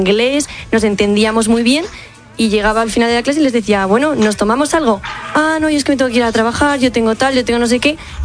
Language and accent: Spanish; Spain; also born or lived in Antwerp; Sí, sí, muy bien, pero claro, no es como los españoles que hablamos con todo el mundo y tal.